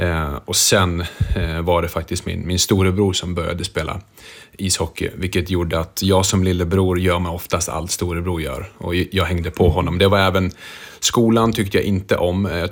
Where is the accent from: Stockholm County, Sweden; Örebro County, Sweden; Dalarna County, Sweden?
Dalarna County, Sweden; Rättvik; also born or lived in Yugoslavia; Jag tror geografiskt så växte jag upp perfekt mellan orterna Mora och Leksand, så det var ofrånkomligt att inte komma i kontakt med ishockeyn.